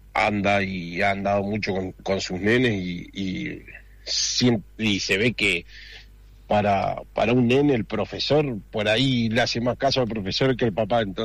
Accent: Cipolletti, Río Negro, Argentina; born there

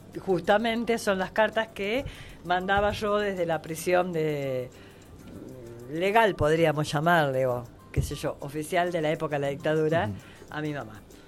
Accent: Montevideo, Uruguay; moved away as an adult; now in Argentina; Yo soy uruguaya. Me vine después de la dictadura en Uruguay, así con 18 años. Así que yo, mis estudios fueron en Uruguay. Montevideo, la escuela Solferino, se llamaba, en un barrio que sería Buceo

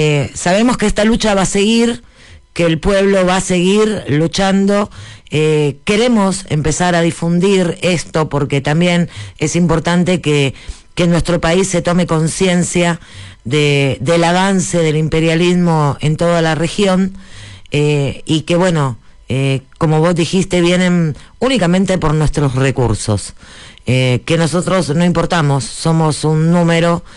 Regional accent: Argentina; yo, a pesar de mi apellido … me considero muy argentina, y aunque mi tez no lo demuestre, mi alma es bien marrón y bien nacional.

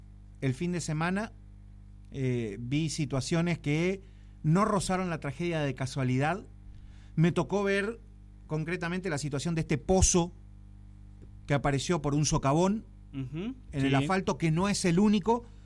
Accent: Tierra del Fuego, Argentina; todos los fueguinos

